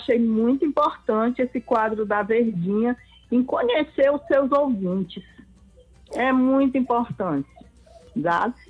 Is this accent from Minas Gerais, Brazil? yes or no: no; Ceará, Brazil; born there; also born or lived in Santa Brígida, Bahia; now in Maranguape, Brazil; Viemos embora para o Ceará, num pau de arara, eu ainda era pequenininha, que meu pai veio a trabalho. E aqui nós ficamos